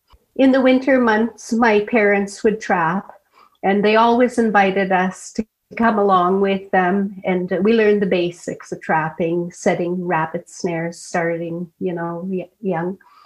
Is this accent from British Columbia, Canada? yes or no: no; Teslin, Yukon, Canada; born or raised there